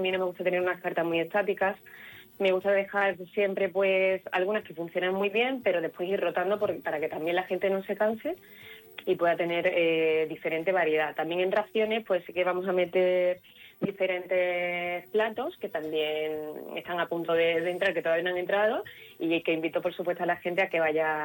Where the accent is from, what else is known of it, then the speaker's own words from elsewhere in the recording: Seville, Andalusia, Spain; moved away as an adult; now in Granada, Spain; soy sevillana, ¿no? Y bueno, Granada me ha acogido